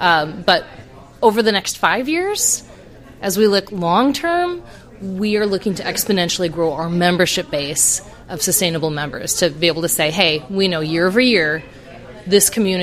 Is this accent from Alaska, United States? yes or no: no; Illinois, United States; It makes me so proud of Central Illinois. It makes me so proud of my hometown.